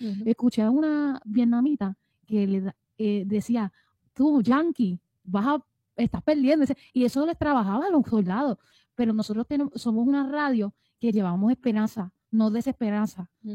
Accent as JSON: {"language": "Spanish", "country": "Puerto Rico", "said": "Somos boricua aquí también. Todo el mundo que pisa Puerto Rico es boricua."}